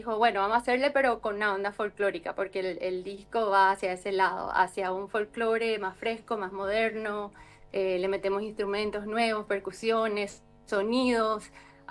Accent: Paraguay; moved away; todos los paraguayos que estábamos ahí, vamos a cantar.

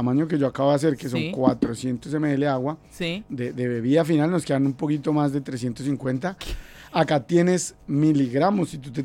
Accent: Colombia; Obviamente soy colombiano.

